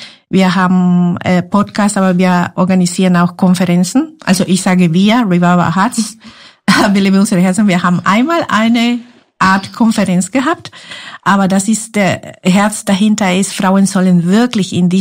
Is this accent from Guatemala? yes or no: yes; Guatemala; first language Spanish; German is a second language; now in Germany; Ich bin ja aus Guatemala und meine Muttersprache ist Spanisch.